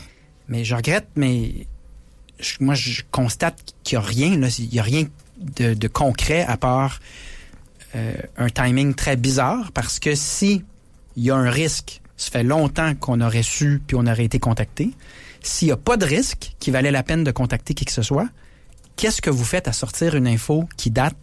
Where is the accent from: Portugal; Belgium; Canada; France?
Canada; Quebec; chez nous au Québec